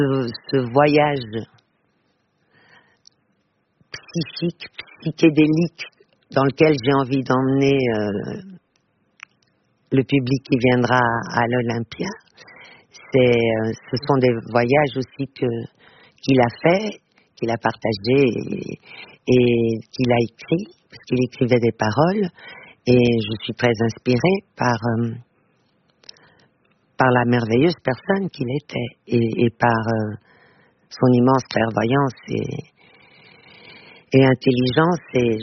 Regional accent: Portugal; first language Portuguese; French is a second language; moved away; also born or lived in Belgium / France; Oui, en famille, c'est ma langue maternelle.

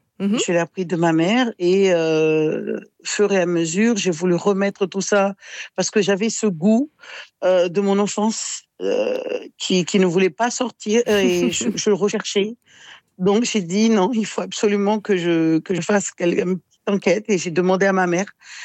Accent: Mayotte; je fais la production de riz, riz complet, de riz padi, on appelle ça chez nous à Mayotte.

